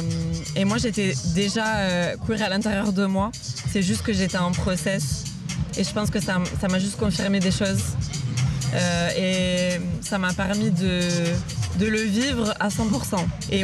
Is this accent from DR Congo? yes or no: no; south of France, France; now in Lyon, France; Je suis basée à Lyon, mais je viens du sud de la France à la base.